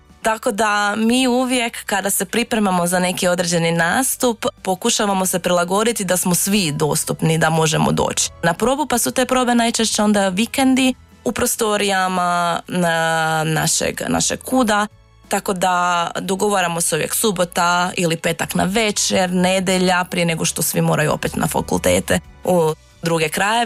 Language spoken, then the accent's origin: Croatian; Karlovac County, Croatia; Tako je, ja kažem jedino pravo Zagorje.